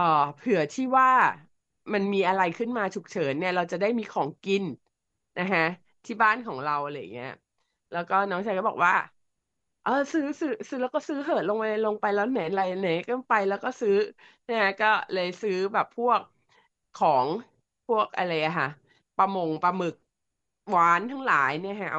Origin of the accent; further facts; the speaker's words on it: Bangkok, Thailand; เราเป็นคนกรุงเทพ